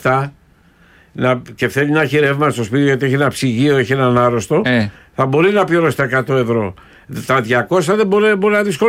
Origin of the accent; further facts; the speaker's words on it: Patras, Western Greece, Greece; Μασκαράζ, εμείς στην Πάτρα λέμε αυτούς που με τη μουτσούνα.